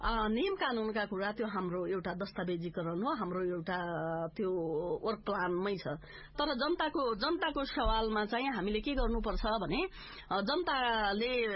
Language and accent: Nepali; Dang, Lumbini Province, Nepal; मेरो दाङ देशलाई